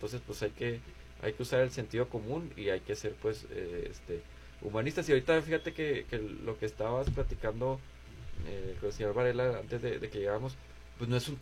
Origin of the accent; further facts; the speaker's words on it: Ciudad Juárez, Chihuahua, Mexico; Si todos los juarenses nos ponemos de acuerdo